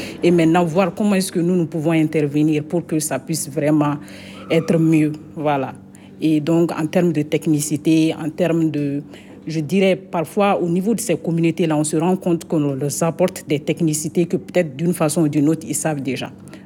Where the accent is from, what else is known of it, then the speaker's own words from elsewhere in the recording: Mali; Je suis ingénieur en eau et assainissement, je viens du Mali.